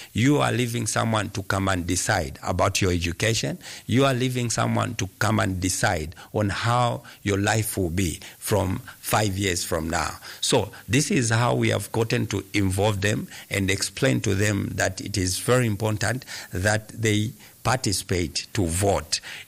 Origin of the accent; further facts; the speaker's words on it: Lusaka, Lusaka Province, Zambia; I am a person who was born in Ngombe, and I grew up in Ngombe facing the same challenges that I'm talking about